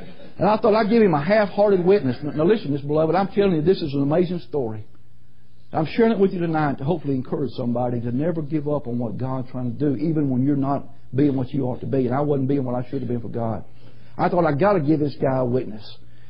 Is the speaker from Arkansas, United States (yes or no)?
yes; Highland, Arkansas, United States; I'm from Highland, Arkansas.